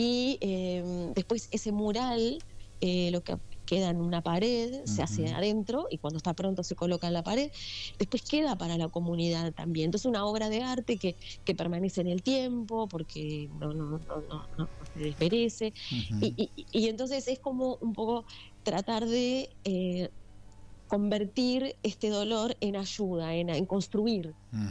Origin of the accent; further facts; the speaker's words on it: Maldonado, Uruguay; now in Montevideo, Uruguay; empezamos en Maldonado, que es mi ciudad natal. Yo nací ahí, viví 40 años en Montevideo.